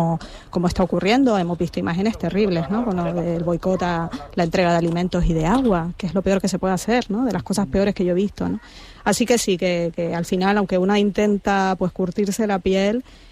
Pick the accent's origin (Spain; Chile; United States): Spain; con Ceuta estamos todos los que somos españoles, por lo menos españoles de bien